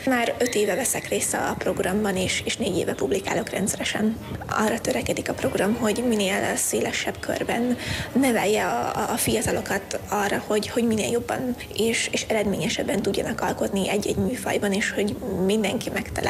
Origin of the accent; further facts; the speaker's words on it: Covasna, Romania; Én a Romániából, Erdélyből, Kézdivásárhely mellől érkeztem. Székely vagyok